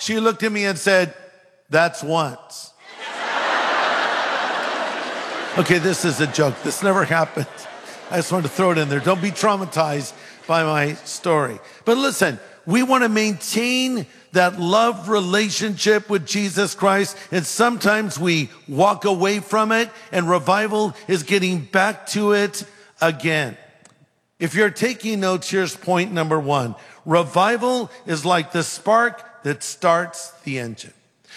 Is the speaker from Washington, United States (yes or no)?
no; California, United States; I'm from California. He's from North Carolina.